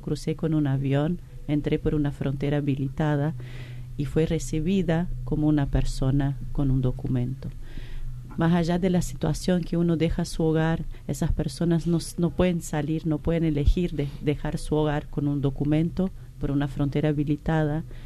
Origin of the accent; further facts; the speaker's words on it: Campinas, São Paulo, Brazil; Spanish is a second language; now in Córdoba, Argentina; Yo soy de Campinas, São Paulo, una ciudad del interior de la provincia de São Paulo.